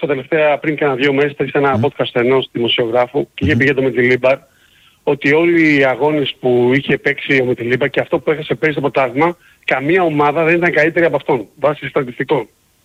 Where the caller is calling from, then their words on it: Bristol, South West England, United Kingdom; Έλα, Μανώλη … από τον Μπρίστο.